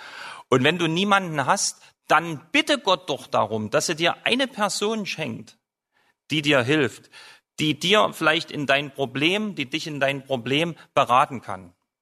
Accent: Germany; Ich bin in der DDR groß geworden als Christ, war auch in einem Jugendkreis so wie ihr

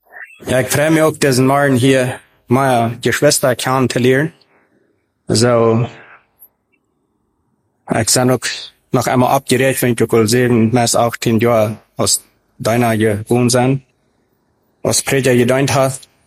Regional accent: Paraguay; German is a second language; also born or lived in Mexico; Ich bin in Mexiko geboren und in diesem 1973. Meine Eltern traten in Paraguay, als ich ein Jahr war. Mit etwa ein Jahr. Du sind ich dann die meiste Zeit abgewachsen.

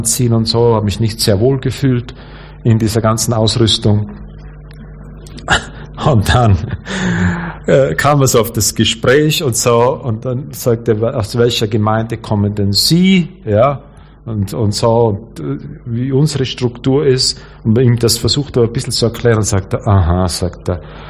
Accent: Austria; Wie gesagt, ich komme aus Österreich. Dort führt uns die römisch-katholische Kirche das bis zur Perfektion vor.

